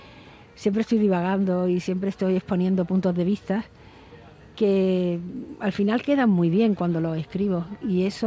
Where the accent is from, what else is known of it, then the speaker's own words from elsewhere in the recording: Melilla, Spain; also born or lived in Rif, Morocco; soy melillense, pero yo también tengo algo de rifeña, bastante.